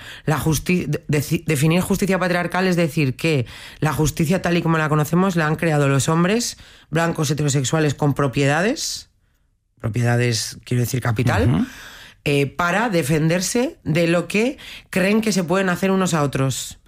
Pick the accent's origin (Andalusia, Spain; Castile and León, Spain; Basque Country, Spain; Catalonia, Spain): Basque Country, Spain; Bilbao; yo soy de Bilbao